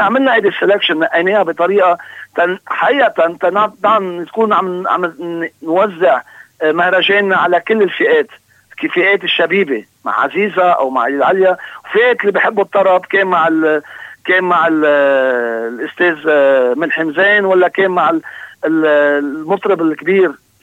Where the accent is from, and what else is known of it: Lebanon